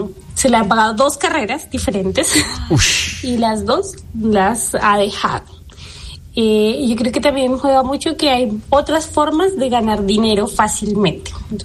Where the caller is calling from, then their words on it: Chile; vivo en Chile